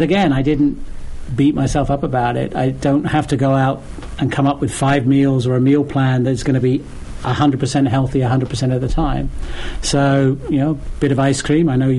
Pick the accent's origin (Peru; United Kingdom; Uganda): United Kingdom; moved away as an adult; now in United States; Originally from the U.K., but when I came here, met my wife here, and we both worked locally in Norwell.